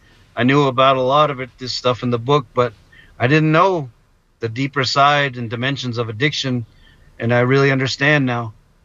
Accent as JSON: {"language": "English", "country": "United States", "lives_now": "White Mountain Apache Reservation, Arizona, United States", "said": "I think as Native American people in the United States, we have a strange relationship with organized religion. Here on the White Mountain Apache tribe"}